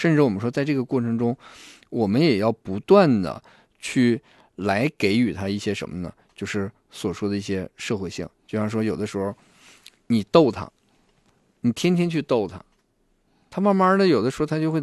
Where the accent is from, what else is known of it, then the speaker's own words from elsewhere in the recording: Northeast China, China; 这个我们东北人说是聊着别人